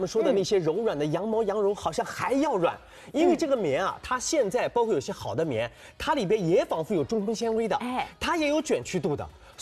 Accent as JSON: {"language": "Chinese", "region": "Shanghai", "country": "China", "said": "咱们上海人"}